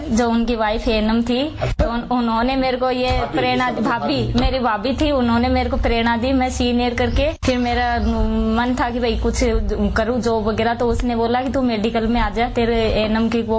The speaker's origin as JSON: {"language": "Hindi", "town": "Neem Ka Thana", "region": "Rajasthan", "country": "India", "tie": "born or raised there", "said": "मैं सीकर जिले की हूँ, नीमका थाना मेरा गांव है"}